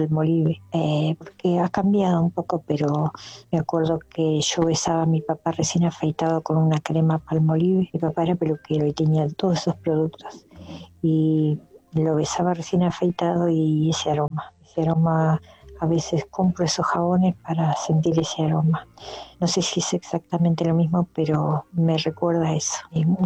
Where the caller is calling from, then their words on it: Patagonia, Argentina; Yo vivo en la Patagonia